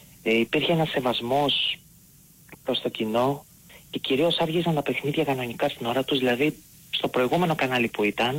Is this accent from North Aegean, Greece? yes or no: yes; Mytilene, North Aegean, Greece; από Μυτιλίνη